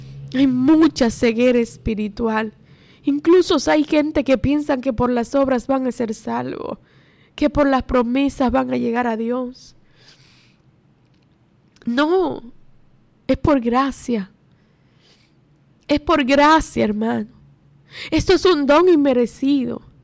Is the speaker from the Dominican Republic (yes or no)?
yes; Dominican Republic